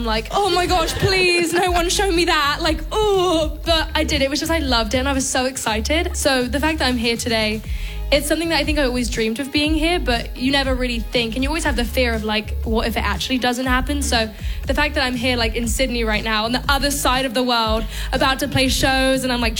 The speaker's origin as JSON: {"language": "English", "region": "London", "country": "United Kingdom", "tie": "born or raised there", "said": "I think playing my first show in London was really cool, very memorable because that's my hometown."}